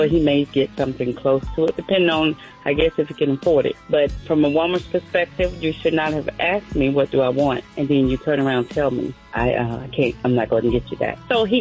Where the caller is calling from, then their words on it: McDonough, Georgia, United States; I'm checking in from McDonough, Georgia.